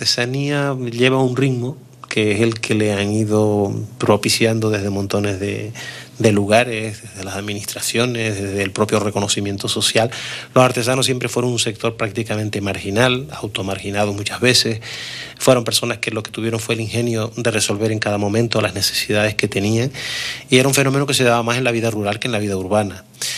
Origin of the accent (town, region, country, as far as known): La Palma, Canary Islands, Spain; born or raised there